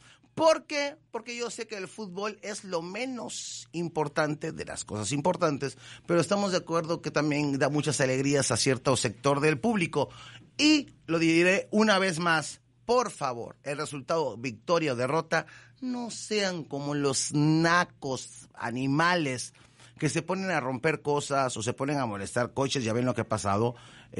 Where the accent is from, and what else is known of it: Mexico